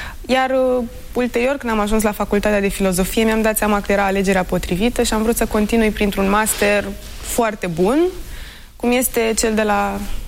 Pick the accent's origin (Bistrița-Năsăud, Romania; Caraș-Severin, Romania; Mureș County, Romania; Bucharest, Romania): Bucharest, Romania; also born or lived in Iași; Da, pentru că eu am crescut și în București. Și aici am făcut și liceul la Colegiul Național Sfântul Sava.